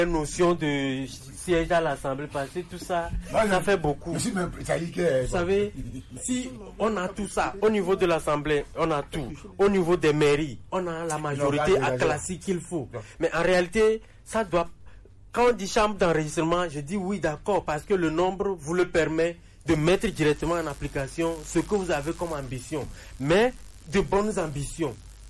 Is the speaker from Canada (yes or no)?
no; Togo